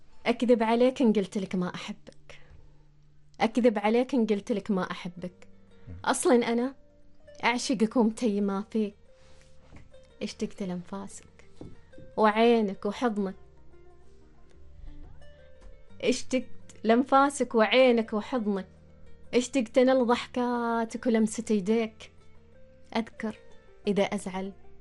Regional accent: Suwaiq, Al Batinah North, Oman; أنا صح من السويق، لكن تعرف أنت السويق أساسا عدة لهجات أصلا

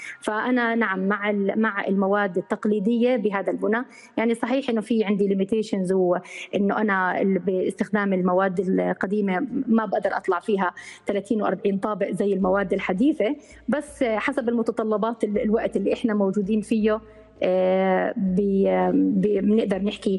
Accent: Jordan

